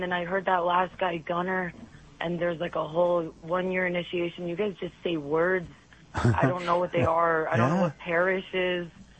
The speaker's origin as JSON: {"language": "English", "country": "Israel", "second_language": "English", "said": "Because I'm Jewish and I'm from Israel and I was raised Jewish"}